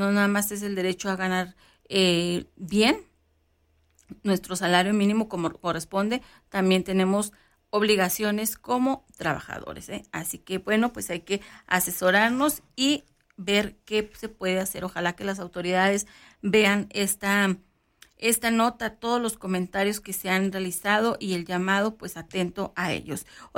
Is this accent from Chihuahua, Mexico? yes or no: yes; Guachochi, Chihuahua, Mexico; porque incluso yo también me fui muchísimos años de aquí de Huachochi, duré, si no me equivoco, 19, 20 años en la ciudad de Chihuahua, pues sí, también a buscarle, me fui desde que estaba muy jovencita, desde los 18 años